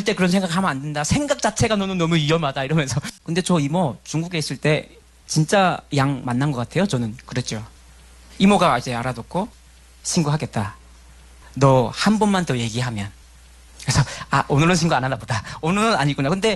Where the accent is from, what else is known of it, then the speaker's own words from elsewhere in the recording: North Korea; moved away; 결말을 못 보고 저는 다시 탈북을 했습니다.